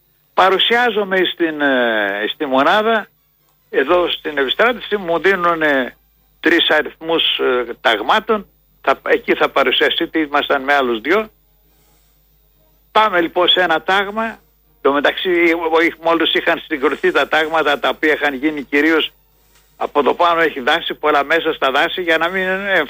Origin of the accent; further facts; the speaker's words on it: Greece; now in Kavala, Greece; που έχουμε κάνει σαν Έλληνες